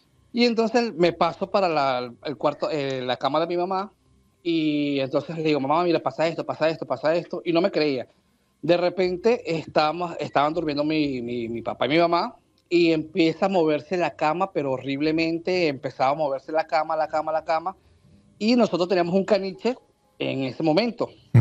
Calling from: Venezuela; soy de Venezuela

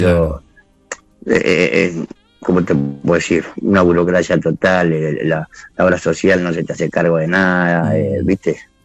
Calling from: La Matanza, Buenos Aires Province, Argentina; Y ahora estoy en La Matanza.

